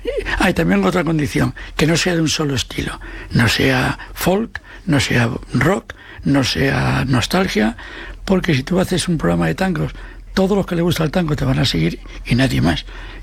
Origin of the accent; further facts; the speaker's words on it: Asturias, Spain; Como yo soy asturiano, digo, ¿de dónde?